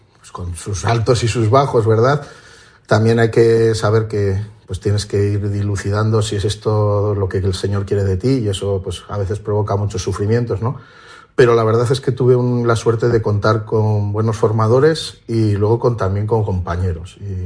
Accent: San Vicente de la Sonsierra, La Rioja, Spain; now in Santo Domingo de la Calzada, Spain; aunque soy de San Vicente de la Sonsierra

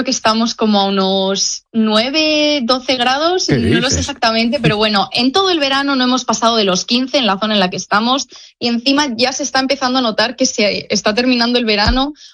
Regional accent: Spain; moved away as an adult; now in Iceland; cada vez que les decimos que somos españoles

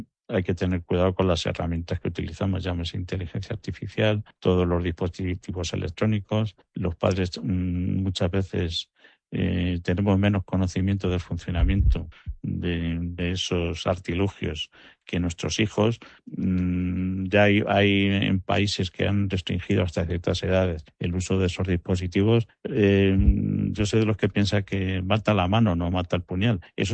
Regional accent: Alcázar de San Juan, Castilla-La Mancha, Spain; born there; decimos que los de mi pueblo, Alcázar de San Juan, somos línea dura

